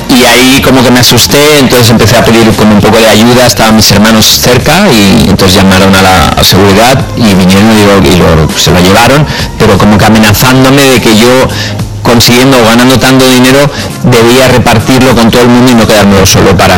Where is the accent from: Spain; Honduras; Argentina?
Spain; Barcelona, Catalonia; born there; yo nací en Barcelona, me parece que es una edad que firmaría ya, tengo 52